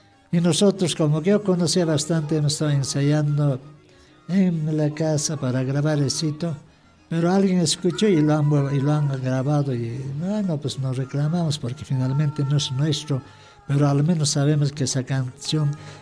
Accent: Acomayo Province, Cusco, Peru; más familiarizados con la provincia de Acumayo, mi tierra, por la cercanía.

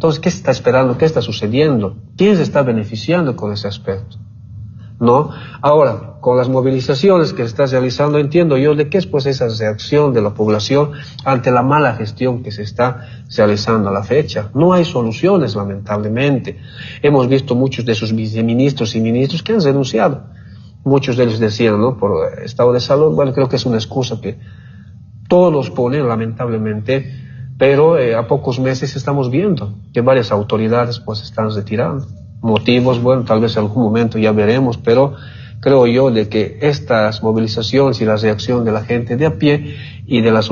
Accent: Bolivia; porque al final todos somos bolivianos.

